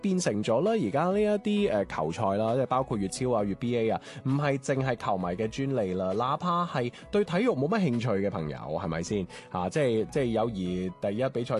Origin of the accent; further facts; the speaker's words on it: Guangzhou, Guangdong, China; 即系我系广州人，我着翻套广州队嘅衫先咁样样